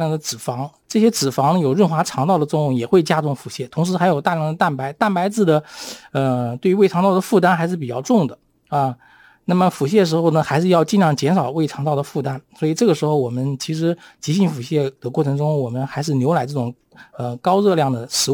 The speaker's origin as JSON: {"language": "Chinese", "country": "China", "said": "我们中国人有很多人是乳糖不耐受的"}